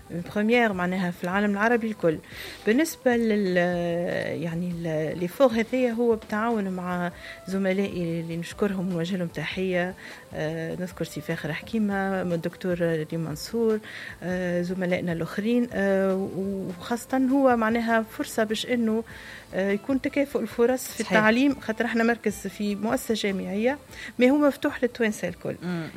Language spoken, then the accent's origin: Arabic; Tunisia; accent: Tunisian; كلمات حلوة مزيانة بلهجتنا التونسية تعطي حاجة معها مختلفة